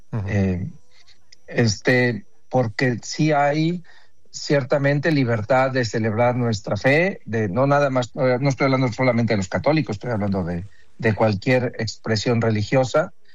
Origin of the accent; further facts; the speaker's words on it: Mexico; nosotros también somos mexicanos, ¿no? Sí. Somos mexicanos sirviendo al pueblo de México.